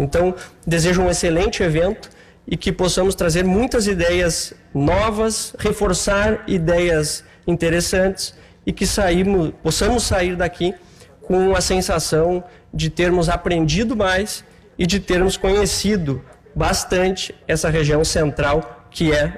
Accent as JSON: {"language": "Portuguese", "town": "Candelária", "region": "Rio Grande do Sul", "country": "Brazil", "tie": "born or raised there", "said": "eu sou natural de Candelária, que é aqui próximo da região central"}